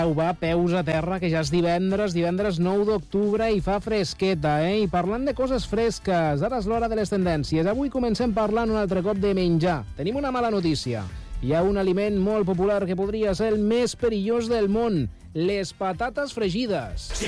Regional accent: Lleida, Catalonia, Spain; jo com a bon lleidatà

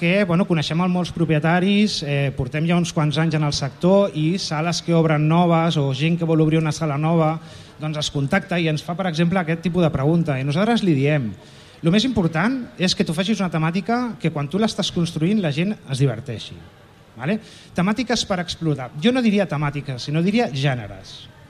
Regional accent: Catalonia, Spain; Som de Palau de tota la vida

